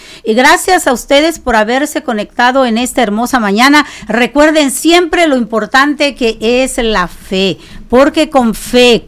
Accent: Tabasco, Mexico; moved away as an adult; now in Mérida, Mexico; allí en Tabasco es 3 añitos, a los 3 añitos cumplido al primero de preescolar, sí, y todas las mamás, al menos de mi pueblo, todos van.

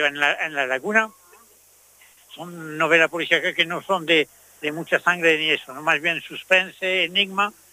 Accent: France; now in Tenerife, Spain; Yo soy francés, pero francés acanariado, porque llevo aquí más de 40 años.

